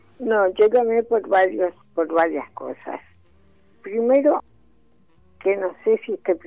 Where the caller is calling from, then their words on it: Goya, Corrientes, Argentina; de Goya, Corrientes.